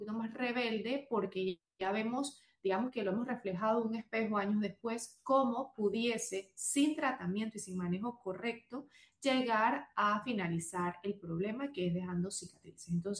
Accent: Panama; no somos coreanos, somos panameños y somos latinos

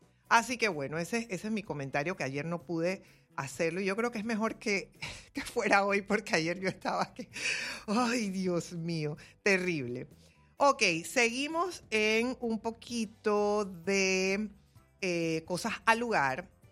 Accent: Panama; solamente soy panameña.

